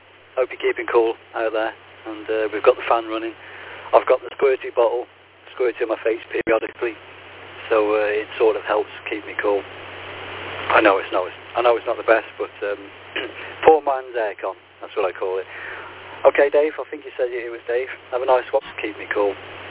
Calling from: Telford, West Midlands, United Kingdom; My QTH is Telford, in Shropshire. I'm not far from the Iron Bridge, a place called Woodside.

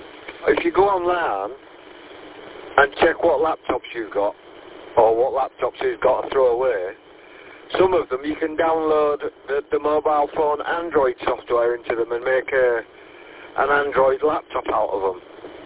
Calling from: Banbury, South East England, United Kingdom; I'm in Banbury in Oxfordshire

